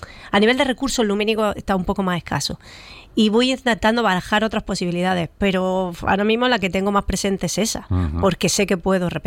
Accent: Almería, Andalusia, Spain; also born or lived in Fuengirola; Pues ahora estoy súper contenta de poder hacerlo en mi tierra.

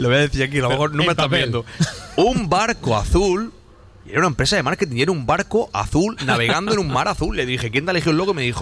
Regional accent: Spain; Que somos españoles.

